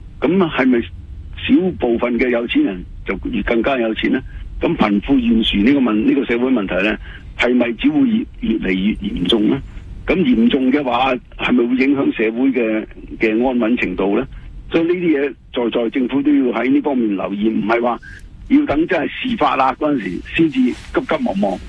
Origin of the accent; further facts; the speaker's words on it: Canada; 我哋加拿大人